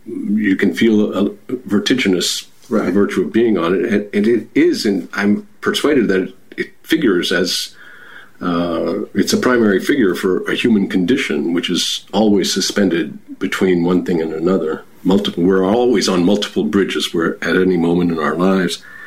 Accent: Rome, Lazio, Italy; And in fact, in our city where we grew up in Rome, there is a bridge of Ponte Milvio

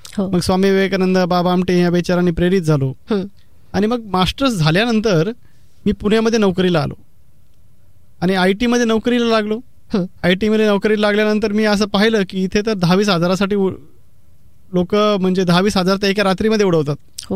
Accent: Maharashtra, India; born or raised there

